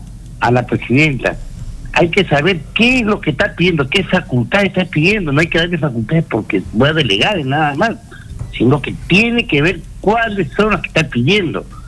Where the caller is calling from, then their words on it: Ica, Peru; llamo de ICA.